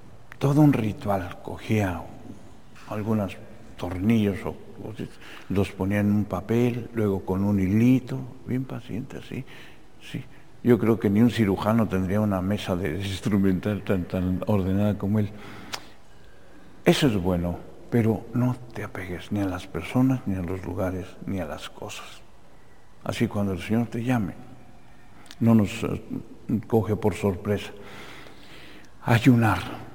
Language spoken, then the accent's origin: Spanish; Mexico City, Mexico; Y yo vengo de Chilangolópolis